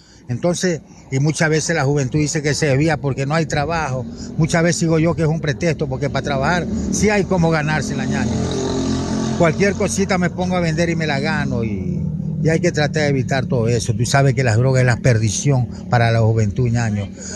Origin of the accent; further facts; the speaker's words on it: Manabí, Ecuador; now in Macas, Ecuador; me mandan de mi tierra natal, Manabí, de parte de Montecristo